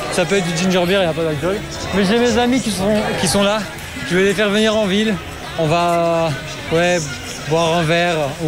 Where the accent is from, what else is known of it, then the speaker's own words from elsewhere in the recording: Belgium; mes racines sont belges. Je le dois au Luxembourg parce que c'est eux qui m'ont accueilli. Mais effectivement, je m'entraîne en Belgique. J'habite en Belgique. Je suis belge aussi.